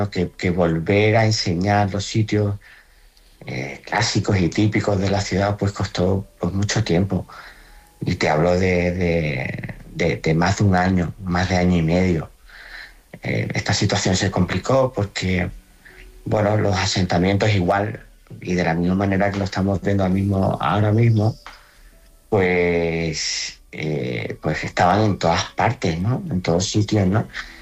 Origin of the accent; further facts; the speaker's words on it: Spain; Y además nosotros nos sentimos profundamente españoles y queremos seguir siendo españoles.